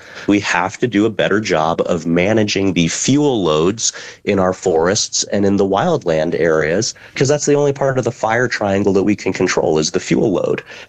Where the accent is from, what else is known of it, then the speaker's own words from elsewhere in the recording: Colorado, United States; She moved to Denver in the 70s, and I was born in Colorado in the 80s. So born and raised in this state